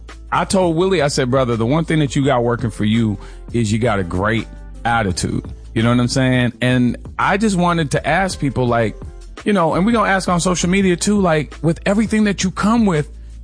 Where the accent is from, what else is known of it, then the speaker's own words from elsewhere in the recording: Canada; I'm Canadian. I come from Jamaican parents